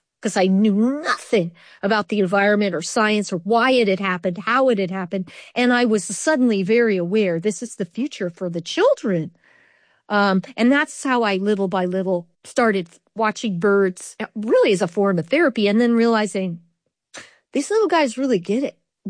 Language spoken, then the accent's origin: English; California, United States; I was as an undergrad in Los Angeles. I'm from California originally. My parents are from Ireland.